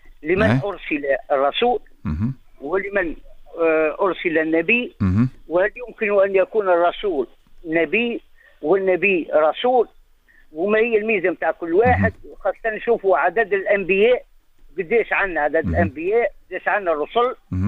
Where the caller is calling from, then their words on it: El Kef, Kef Governorate, Tunisia; من الكيف.